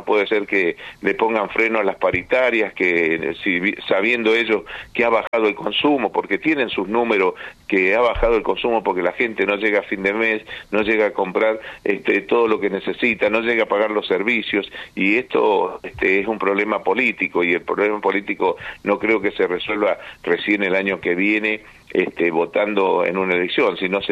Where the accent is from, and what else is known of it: Argentina